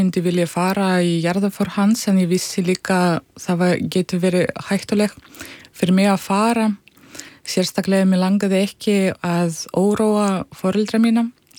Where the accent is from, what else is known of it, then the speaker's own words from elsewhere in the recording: Russia; Icelandic is a second language; og lappa sama sömu götur sem ég lappaði þegar ég var lítil, að þetta var mjög gefandi líka að sjá heimalandið mitt upp á nýtt í öðru ljósi